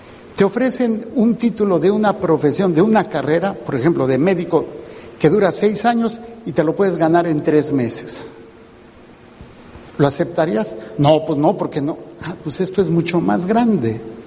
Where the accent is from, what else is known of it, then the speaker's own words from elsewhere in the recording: Mexico City, Mexico; born there; en la parroquia donde nací, en la Pasión, la Sagrada Pasión, allá en la Ciudad de México.